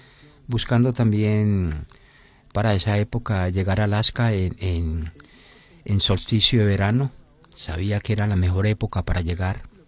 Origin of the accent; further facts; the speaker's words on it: Medellín, Antioquia, Colombia; moved away as an adult; now in Uruguay; Soy de Medellín, Colombia